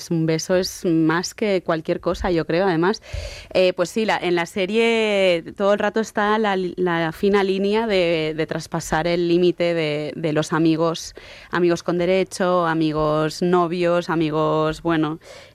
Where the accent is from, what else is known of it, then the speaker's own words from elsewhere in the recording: Barcelona, Catalonia, Spain; pero es que la cosa de irte al mar, yo es que soy de Barcelona